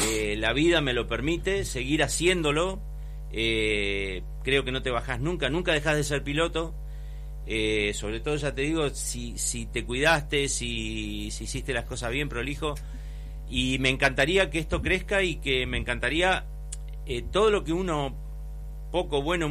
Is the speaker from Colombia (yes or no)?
no; Cipolletti, Río Negro, Argentina; now in Fernández Oro, Argentina; yo soy nacido y criado en Cipolletti, una ciudad futbolera, pero fierrera, histórica fierrera.